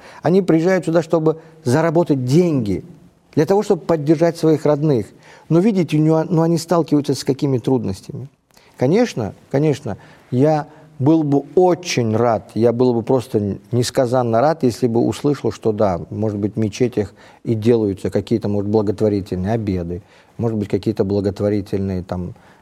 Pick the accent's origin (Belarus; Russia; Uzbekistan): Uzbekistan; born or raised there